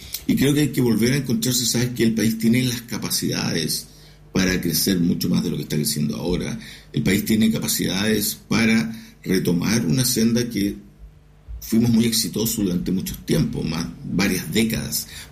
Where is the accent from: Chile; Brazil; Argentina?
Chile; Cuando uno ve como persona natural, como chileno, que hay un gobierno y oposición